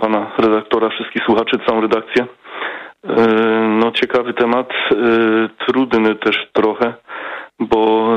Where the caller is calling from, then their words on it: Germany; tutaj u nas w Niemczech